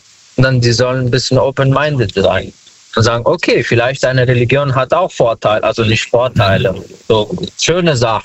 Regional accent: Wiesbaden, Hesse, Germany; Ich komme aus hier aus Wiesbaden.

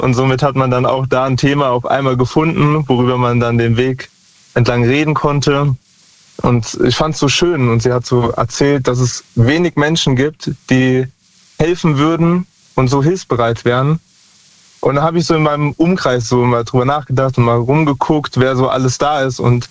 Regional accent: Lahnstein, Rhineland-Palatinate, Germany; Aus Lahnstein.

